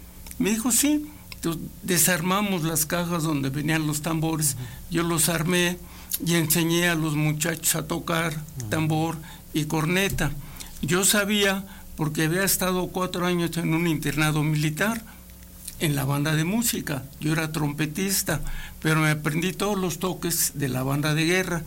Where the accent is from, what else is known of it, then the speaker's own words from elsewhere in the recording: Aguascalientes, Mexico; born there; also born or lived in Mexico City; como yo vivía con mis abuelos, entonces me vine con ellos a Aguascalientes en 1952. Estudié en la escuela tipo. Terminé el sexto año.